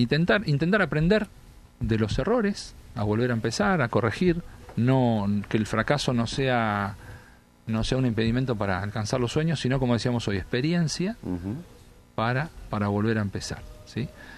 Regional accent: Bahía Blanca, Buenos Aires Province, Argentina; Yo de chico me acuerdo en Bahía Blanca

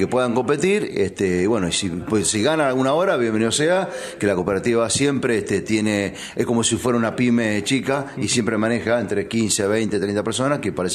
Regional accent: Puerto Madryn, Chubut, Argentina; Estoy en Madryn, soy de Madryn

